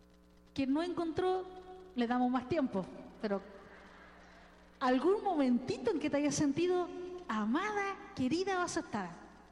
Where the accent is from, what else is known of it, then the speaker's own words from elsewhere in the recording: Chile; En Chile, yo soy chilena